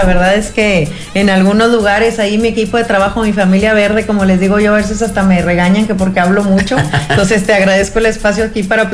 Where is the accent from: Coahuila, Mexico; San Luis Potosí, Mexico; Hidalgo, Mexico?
Coahuila, Mexico; Sabinas; also born or lived in Monterrey; now in Nueva Rosita, Mexico; Ahí transcurrimos nuestros estudios del kinder, de la primaria, de la secundaria, preparatoria, todo lo estuvimos haciendo ahí hasta que salimos ya a estudiar a la ciudad de Monterrey. Pues antes de qué te puedo platicar, en ese entonces ahí en Sabinas